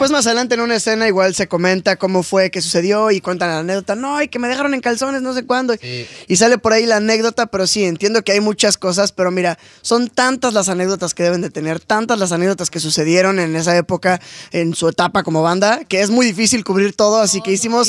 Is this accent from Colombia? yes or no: no; Valle de Bravo, State of Mexico, Mexico; pero justo surgió en la escuela, igual de pequeño, y vivía en Valle de Bravo, el pueblo ahí cerca del Estado de México.